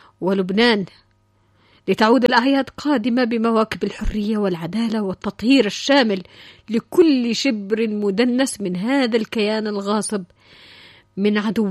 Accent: Yemen; وفي غمرة هذه التضحيات العظيمة نحن كشعب يمني نبعث بأصدق دعواتنا

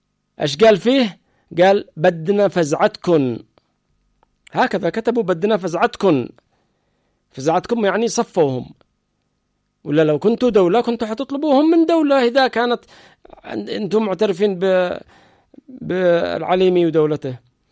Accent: Aden, Yemen; وبعدين بيشتغلوا في مستشفى حكومي هنا حتى في عدن،

